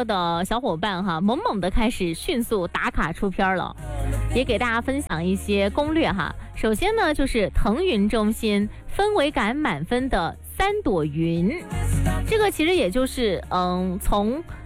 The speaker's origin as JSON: {"language": "Chinese", "town": "Shenzhen", "region": "Guangdong", "country": "China"}